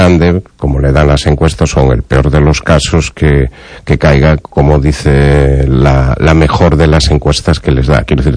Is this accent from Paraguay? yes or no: no; Galicia, Spain; más importante somos los gallegos